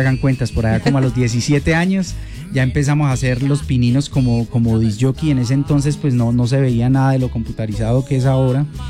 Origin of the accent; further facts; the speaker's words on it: La Unión, Valle del Cauca, Colombia; orgullosamente del Valle del Cauca del Norte, de la zona montañosa, casi que montañosa. Yo soy de la Unión Valle del Cauca, que es la tierra de las uvas y los vinos, pero venimos bajando. Tengo toda mi descendencia, mi descendencia está desde del municipio de Versalles. Entonces venimos desde la montaña bajando